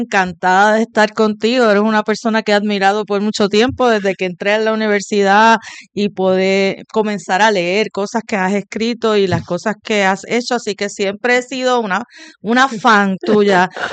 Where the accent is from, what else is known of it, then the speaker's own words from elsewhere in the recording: Bayamón, Puerto Rico; nací en la ciudad de Bayamón y luego nos mudamos, cuando yo estaba como en séptimo grado, nos mudamos para el campo de Bayamón, en Barrio Nuevo